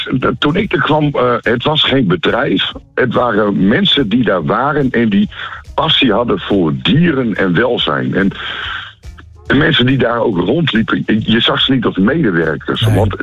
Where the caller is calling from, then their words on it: Groningen, Netherlands; Wij zijn Groningers.